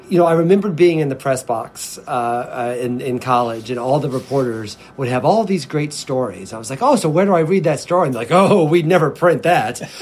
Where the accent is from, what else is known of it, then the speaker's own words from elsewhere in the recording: Mattoon, Illinois, United States; my hometown, Mattoon, Illinois, is 2 hours from the closest airport.